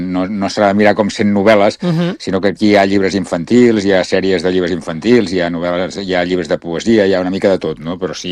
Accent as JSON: {"language": "Catalan", "town": "Reus", "region": "Catalonia", "country": "Spain", "tie": "born there", "said": "quan jo era petit, a Reus hi havia, i de fet a molts llocs de Catalunya passava, hi havia matinals de boxa els caps de setmana, i amb mon pare hi anàvem"}